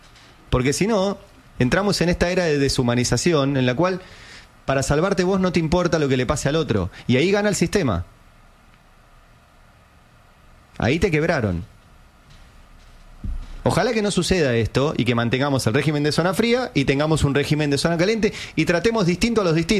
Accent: Buenos Aires, Argentina; Los únicos privilegiados en Argentina somos los porteños

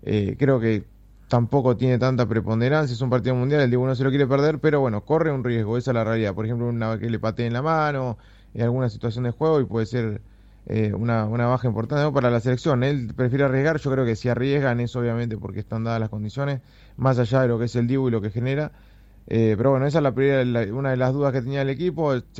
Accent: Argentina; somos argentinos, somos diferentes al resto, no hay duda.

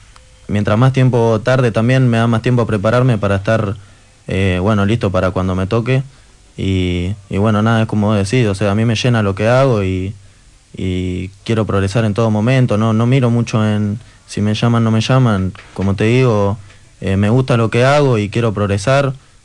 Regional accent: Buenos Aires, Argentina; born there; Nací ahí en Pompeya.

